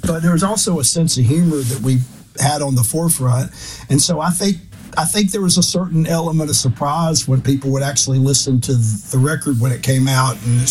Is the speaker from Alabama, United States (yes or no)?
yes; Alabama, United States; You know, for starters, you know, my home state, it's obviously, there's a lot of bad things you can say about Alabama